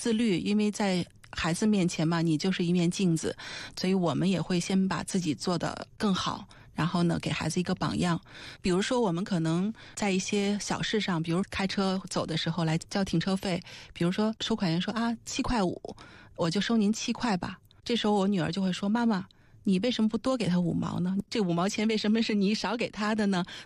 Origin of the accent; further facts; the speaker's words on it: China; 因为我们身为中国人